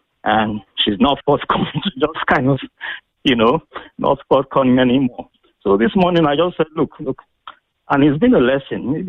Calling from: Lagos, Nigeria; I'm calling from Lagos Island. Lagos mainland, sorry.

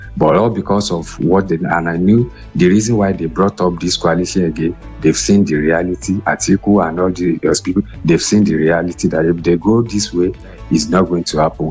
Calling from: Cape Town, Western Cape, South Africa; I'm calling from Cape Town.

